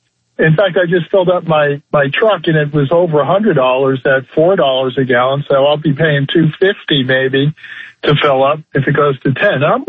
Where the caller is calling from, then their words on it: Buford, Georgia, United States; here from Buford.